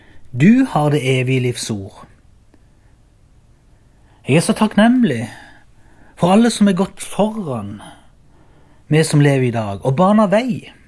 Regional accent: Byremo, Agder, Norway

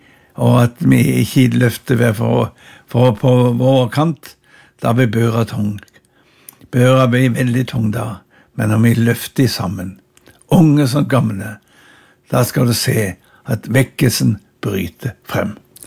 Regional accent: Agder, Norway; Det er blitt sånn og mer at vi ser litt tilbake og får gode minner fra barndommen på Rosfjord.

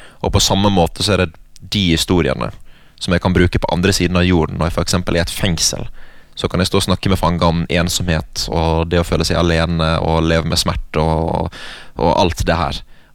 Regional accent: Western Norway, Norway; for jeg er vestlending, jeg vil ha 15 grader og litt regn

